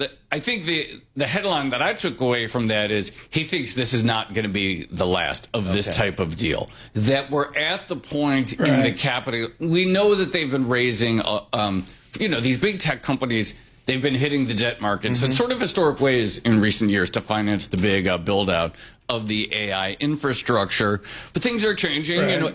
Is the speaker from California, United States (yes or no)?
no; New York, United States; I'm a New Yorker. I've lived here.